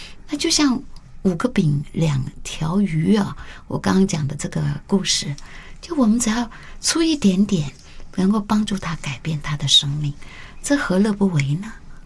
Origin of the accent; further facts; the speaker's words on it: Taiwan; 因为我们是台湾过来的，在台湾我们受的教育